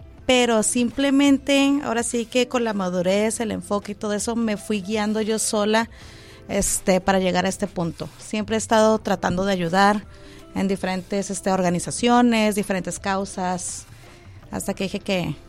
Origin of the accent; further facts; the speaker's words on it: Tijuana, Baja California, Mexico; Tijuana, de hecho.